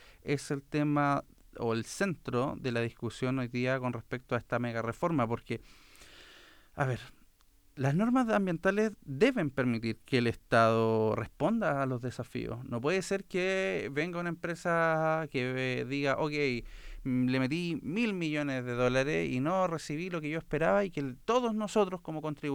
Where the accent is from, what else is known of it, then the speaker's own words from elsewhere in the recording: Chile; cómo somos los chilenos